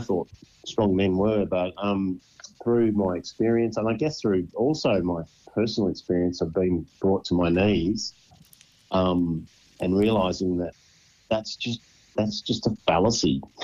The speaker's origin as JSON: {"language": "English", "country": "Australia", "tie": "born or raised there"}